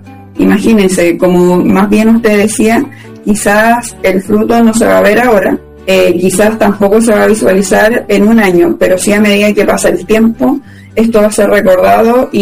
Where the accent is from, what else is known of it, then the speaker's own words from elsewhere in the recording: Chile; lo que tenemos y que nos caracteriza como chilenos.